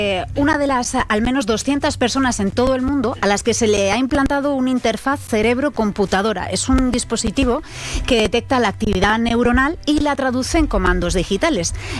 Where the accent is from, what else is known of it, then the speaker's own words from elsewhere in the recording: Region of Murcia, Spain; El majo murciano, entonces graciosico, somos graciosico.